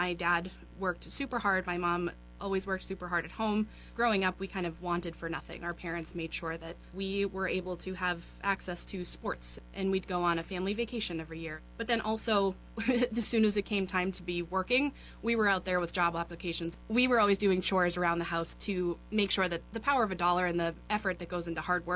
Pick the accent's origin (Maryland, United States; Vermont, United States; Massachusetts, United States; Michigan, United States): Massachusetts, United States; Marshfield; moved away; I grew up in Marshfield. I love Marshfield. It's a place that I kind of keep close to my heart. It's on the beach.